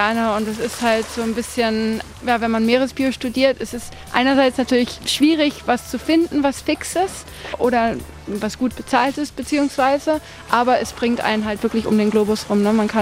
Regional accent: Spain; moved away as an adult; also born or lived in Austria; meine Mutter ist Deutsche, mein Vater ist Spanier. Wir sind in Spanien halt aufgewachsen. Mein Bruder und ich sind aber auf die deutsche Schule gegangen in Spanien. Und ich habe dann im Endeffekt in Österreich studiert

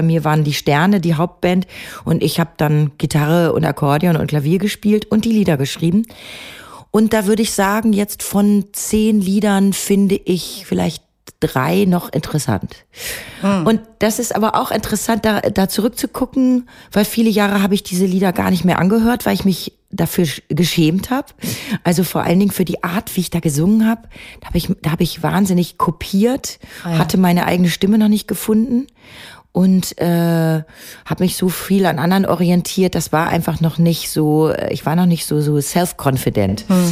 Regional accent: Bad Salzuflen, North Rhine-Westphalia, Germany; nur mit Hilfe von so ein paar anderen Musikern aus Ostwestfalen, aus Bad Salzuflen, wo ich herkomme, hatten wir in der Mitte der 80er ein Label

